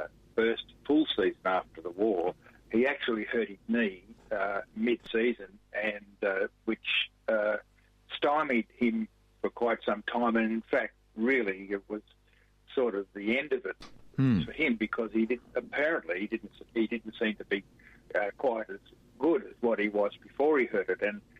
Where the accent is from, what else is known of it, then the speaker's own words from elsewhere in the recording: Nathalia, Victoria, Australia; Mathalia, my hometown.